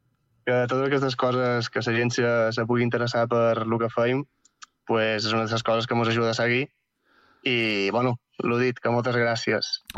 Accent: Barcelona, Catalonia, Spain; No, jo soc de Barcelona.

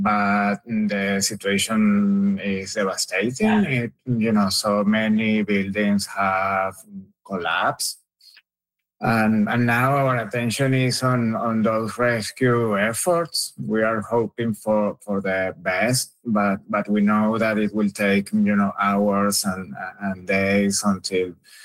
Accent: Caracas, Capital District, Venezuela; English is a second language; They are in Caracas. I'm originally from Caracas.

